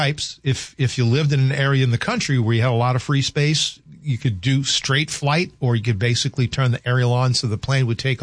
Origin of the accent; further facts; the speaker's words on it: the South, United States; growing up in the South, we use pecans.